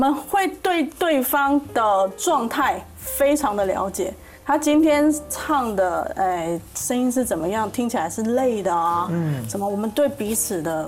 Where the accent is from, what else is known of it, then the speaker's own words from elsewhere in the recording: Taiwan; moved away; 他没看出我是台湾人，他以为我是日本人